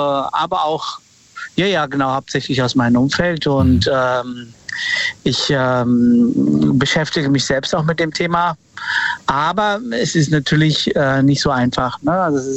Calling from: Frankfurt, Hesse, Germany; Ich komme aus Frankfurt.

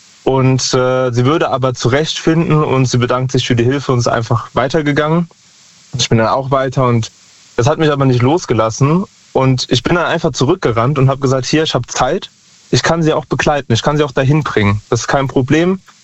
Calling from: Lahnstein, Rhineland-Palatinate, Germany; Aus Lahnstein.

